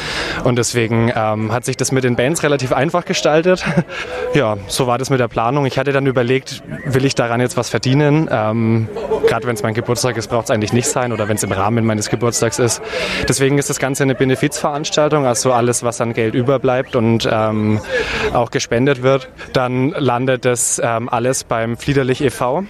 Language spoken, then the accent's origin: German; Nuremberg, Bavaria, Germany; Ja, also wie gesagt … Ich bin aus Nürnberg hier direkt und ehrenamtlich beim Bonsai Festival dabei.